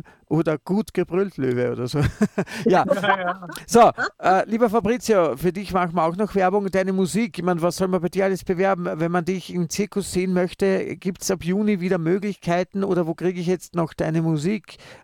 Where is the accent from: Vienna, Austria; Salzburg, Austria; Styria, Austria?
Vienna, Austria; Also der Fabrizio als Italiener, ich als der richtige Wiener.